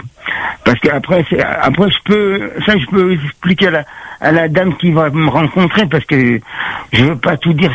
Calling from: Sainte-Anne, Réunion; Alors, je suis de Sainte-Anne, Petit Saint-Pierre. Mm-hmm.

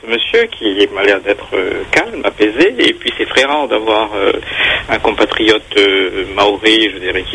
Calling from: Réunion; je ne suis pas maori, je ne suis pas breton non plus, je suis réunionnais, et je ne suis jamais allé à Mayotte

